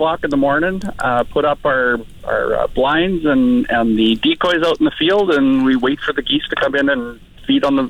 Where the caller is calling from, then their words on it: Humboldt, Saskatchewan, Canada; I am just north of Humboldt.